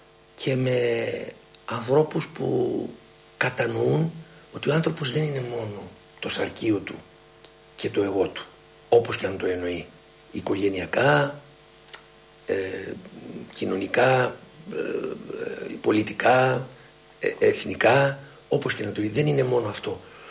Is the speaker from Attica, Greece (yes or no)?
yes; Nikaia, Attica, Greece; born there; Και εμείς, εγώ και ο Χρήστος, γεννηθήκαμε στην παράγκα της Κοκκινιάς.